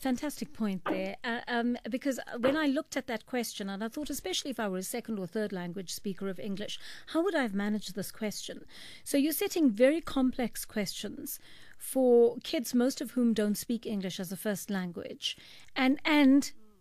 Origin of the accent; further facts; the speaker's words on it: Durban, KwaZulu-Natal, South Africa; And what better place, I think, to hold it than Durban? Completely biased, of course, because it's my hometown.